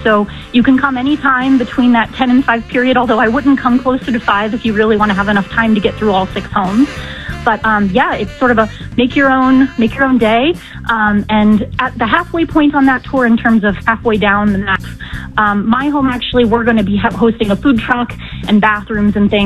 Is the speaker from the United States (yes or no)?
yes; Columbus, Ohio, United States; born or raised there; also born or lived in Baltimore / San Francisco / Cincinnati / Chicago; now in Detroit, United States